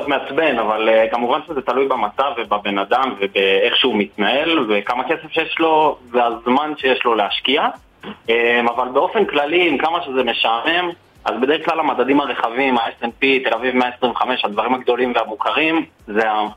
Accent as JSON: {"language": "Hebrew", "town": "Sde Ya'akov", "region": "Northern District", "country": "Israel", "moved": "as an adult", "lives_now": "Ramat Gan, Israel", "said": "אני במקום בשדה יעקב, אבל האמת שממש לאחרונה התקרבתי קצת האוניברסיטה, אז אני כזה על הגבול בין בני ברק לרמת גן."}